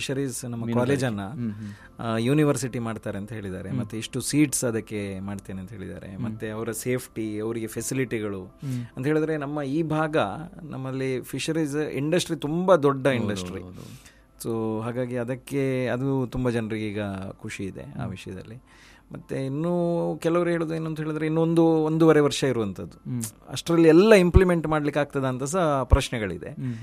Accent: Mangaluru, Karnataka, India; ಈಗ ನಮ್ಮ ಊರಲ್ಲೇ ಮಂಗಳೂರಲ್ಲೇ

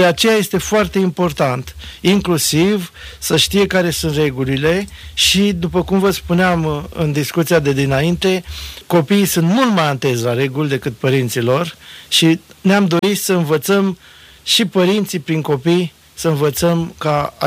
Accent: Romania

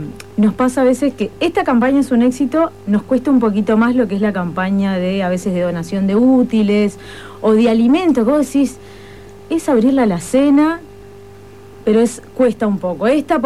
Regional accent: Maldonado, Uruguay; moved away as an adult; also born or lived in Montevideo; Particularmente yo soy de Maldonado, si bien hasta ahora estaba en Montevideo y me vine para este proyecto

